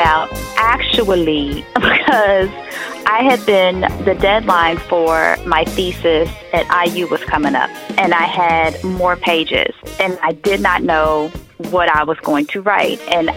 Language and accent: English; Kentucky, United States; also born or lived in Louisville, Kentucky; so I grew up really about in Gustin, Kentucky.